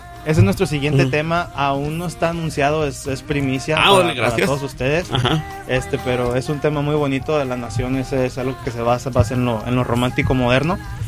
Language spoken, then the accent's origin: Spanish; Torreón, Coahuila, Mexico; now in Dallas, United States; pues yo soy de Merito Torreón, Coahuila.